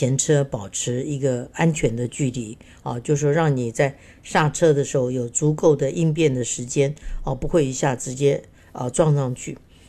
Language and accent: Chinese; Keelung, Taiwan; 我小时候是住在基隆哈，那基隆是个港口，那因为我要搭公车上下学哈，因为我小学的时候就从乡下进城去念书了